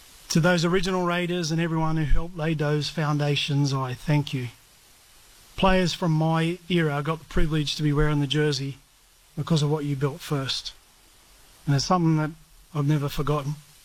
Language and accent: English; New South Wales, Australia; that young kid growing up in Loombra, New South Wales.